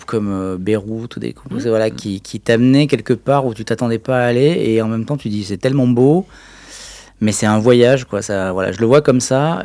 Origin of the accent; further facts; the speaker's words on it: France; on est français